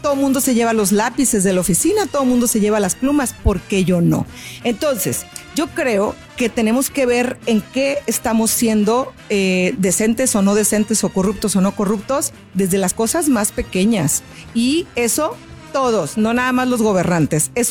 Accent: Mexico; porque bueno, finalmente somos mexicanas y tenemos que hablar de esto

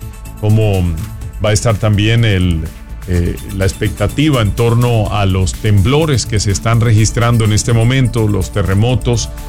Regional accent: Colombia; en mi país, en Colombia

